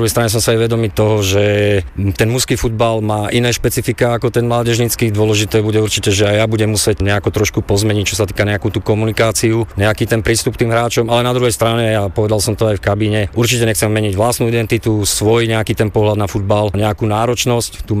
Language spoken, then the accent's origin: Slovak; Zvolen, Banská Bystrica Region, Slovakia; Ako hráč som fungoval doma vo Zvolene